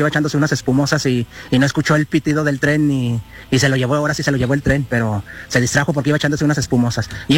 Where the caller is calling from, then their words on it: Aguascalientes, Mexico; orgullosamente soy de aquí de Aguascalientes